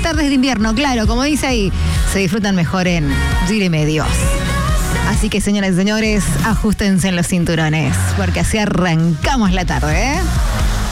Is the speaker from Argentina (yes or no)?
yes; Mendoza, Argentina; yo lo recomiendo como buena mendocina